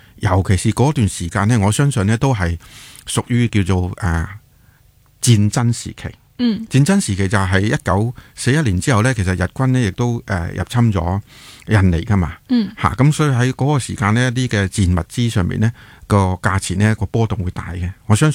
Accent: Hong Kong

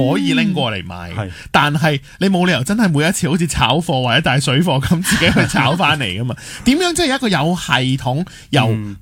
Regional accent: Hong Kong

